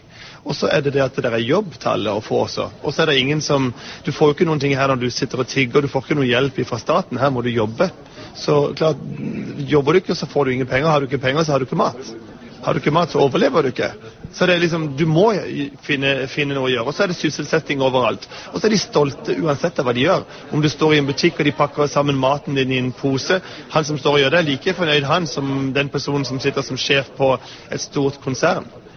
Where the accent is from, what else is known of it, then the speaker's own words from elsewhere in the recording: Oslo, Norway; Det mye farligere hjemme I Oslo. Her det trygt overalt.